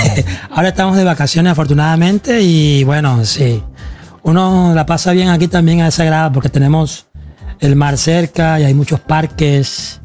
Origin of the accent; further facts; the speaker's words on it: Riohacha, La Guajira, Colombia; Es la temperatura normal en Riohacha, La Guajira, Colombia, de donde vengo yo.